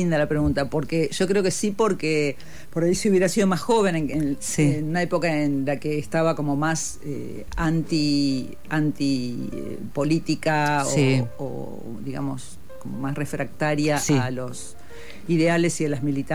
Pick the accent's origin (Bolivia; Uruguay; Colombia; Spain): Uruguay; Montevideo; born there; moved away; la infancia esa de Montevideo, que fue hermosísima.